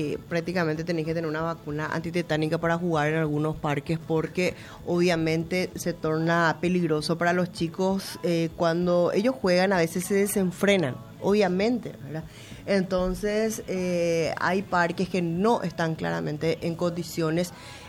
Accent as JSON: {"language": "Spanish", "town": "Asunción", "country": "Paraguay", "said": "en Asunción nunca estamos aprendiendo"}